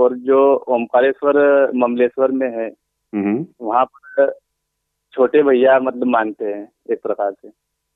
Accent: Madhya Pradesh, India; ग्राम जसवाड़ी का निवासी हूँ

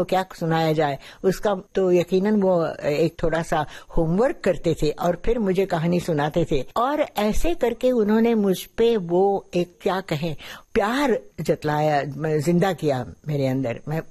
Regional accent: Pune, Maharashtra, India; also born or lived in Lucknow; हाँ, पुणे आ गई और नाना के पास, मतलब अपने पिता के पास, मेरे नाना अप्पा हम कहते थे। और तब से मैं उनकी छत्र छाया में पली बड़ी।

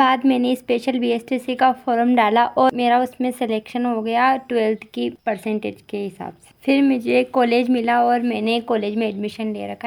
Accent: Iklera, Rajasthan, India; मैं इकलेरा की रहने वाली हूँ।

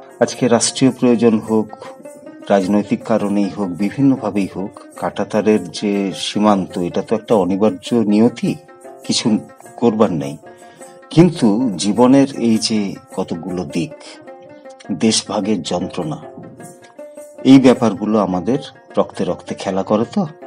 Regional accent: Bankura district, West Bengal, India; moved away as an adult; now in Tripura, India; আমি যেমন ব্যক্তিগতভাবে বাঁকুড়া জেলার মানুষ।

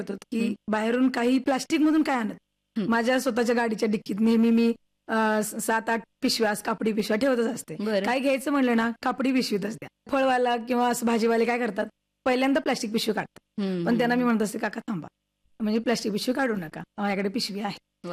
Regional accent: Sangli, Maharashtra, India; moved away as an adult; now in Dharashiv, India; माझं माहेर सांगली आहे आणि सासर धाराशिव जिल्हा आणि लोहारा तालुका आहे.

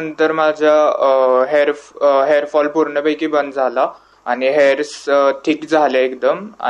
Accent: Karad, Maharashtra, India; मी कराडचाच आहे.

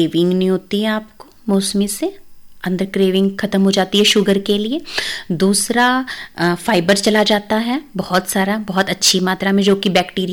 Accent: Jind, Haryana, India; मैं जींद से बिलोंग

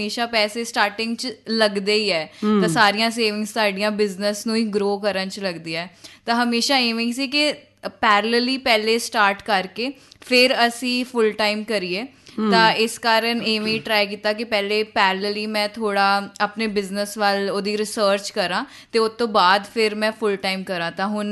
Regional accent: Punjab, India; ਅਤੇ ਕਿਉਂਕਿ ਮੈਂ ਪੰਜਾਬ ਤੋਂ ਬਿਲੋਂਗ ਕਰਦੀ ਹਾਂ ਅਤੇ ਐਗਰੀਕਲਚਰ ਹਾਰਟਲੈਂਡ ਬੋਲਦੇ ਹਨ ਇਹਨੂੰ ਇੰਡੀਆ ਦਾ

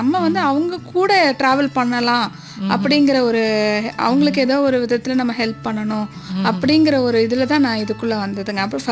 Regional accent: Coimbatore, Tamil Nadu, India; கொங்கு நாடு தான், கோயம்புத்தூர் தான். பக்கா கோயம்புத்தூர் பொண்ணு தான்.

